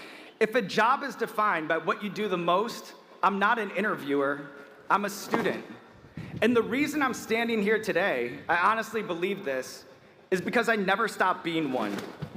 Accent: Illinois, United States; The Midwest doesn't hand you confidence, it makes you build it. Growing up in Illinois, studying here, it makes you work for pats on the back

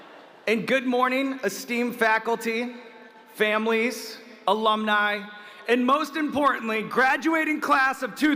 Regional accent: Crystal Lake, Illinois, United States; I grew up in Crystal Lake, Illinois, which is about an hour and a half northwest of Chicago.

